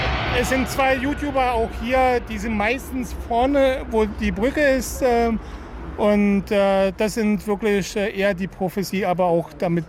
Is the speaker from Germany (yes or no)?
yes; Marburg, Hesse, Germany; Nee, ich komme aus Marburg, aus Mittelhessen.